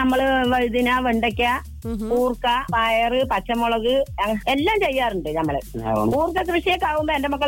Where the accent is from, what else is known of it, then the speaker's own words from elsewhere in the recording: Vadakkanchery, Kerala, India; പാലക്കാട് വടക്കഞ്ചേരി, വടക്കഞ്ചേരിയാണ് നമ്മുടെ.